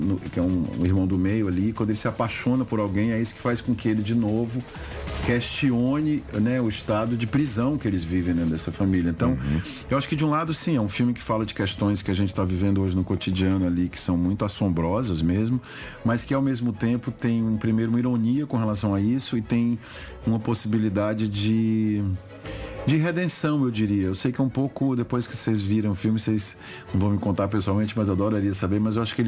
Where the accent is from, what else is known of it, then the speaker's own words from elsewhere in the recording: Brazil; Acho que como brasileiro a gente tem uma coisa, a gente é meio otimista patológico, né?